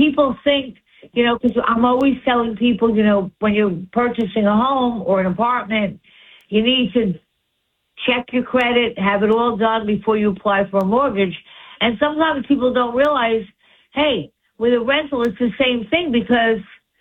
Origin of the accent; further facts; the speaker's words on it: Long Island, New York, United States; moved away as an adult; now in New York City, United States; I was from Long Island